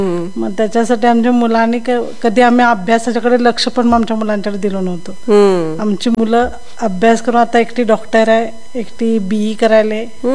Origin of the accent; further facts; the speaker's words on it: Ambewadi, Karnataka, India; moved away as an adult; now in Uchagaon, India; मी आंबेवाडी गावची।